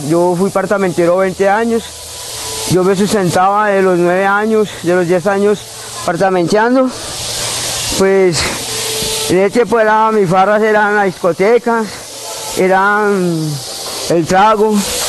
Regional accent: Ciudad Bolívar, Bogotá, Colombia; yo duré también en mi barrio, que soy de Ciudad Bolívar

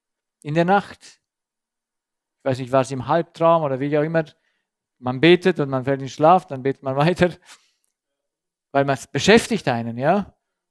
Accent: Saxony, Germany; Ich sehe mich als Deutscher.

